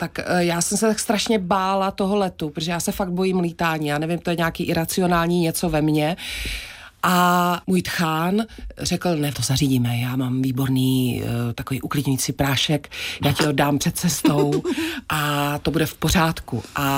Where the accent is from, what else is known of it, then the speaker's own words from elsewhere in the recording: Moravia, Czechia; Na poli u nás na Moravě, když zafouká vítr a jsi na senách, tak je taky sucho